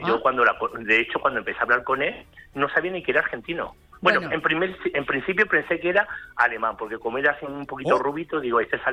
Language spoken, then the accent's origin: Spanish; Andalusia, Spain; él es más de 30 clases de Pinedo y yo soy de Andalucía.